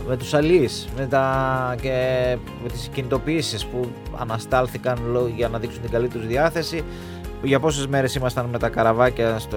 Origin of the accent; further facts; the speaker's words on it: Greece; Πάλι δεν πήραμε τίποτα εμείς εδώ ως Έλληνες, έτσι.